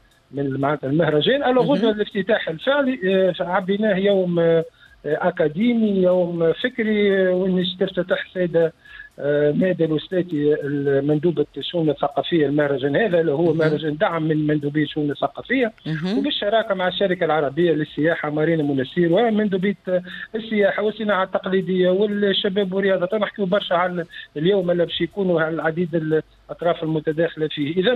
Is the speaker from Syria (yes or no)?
no; Tunisia; وانا تونسي